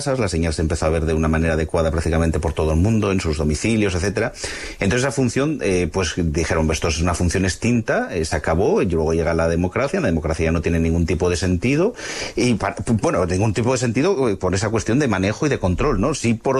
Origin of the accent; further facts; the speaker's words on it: Spain; somos españoles, somos latinos